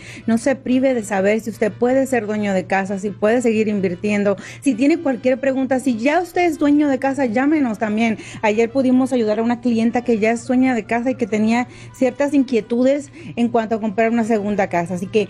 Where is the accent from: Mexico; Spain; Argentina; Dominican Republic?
Dominican Republic; moved away; Yo soy dominicana, sí.